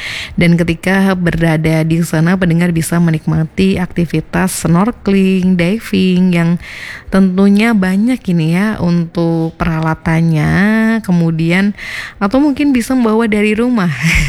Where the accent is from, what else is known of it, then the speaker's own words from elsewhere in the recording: Central Sulawesi, Indonesia; kita harus bangga sebagai warga Sulawesi Tengah